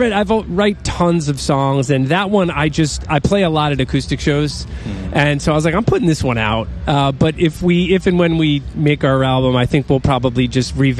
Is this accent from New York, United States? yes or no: yes; Long Island, New York, United States; We're all from Long Island, mm-hmm.